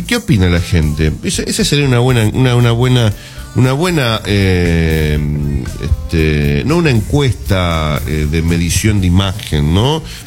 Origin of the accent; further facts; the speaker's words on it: Santa Fe, Argentina; somos santafesinos, Maxi, querido, de mi corazón. Sí, somos provincia invencible de Santa Fe también.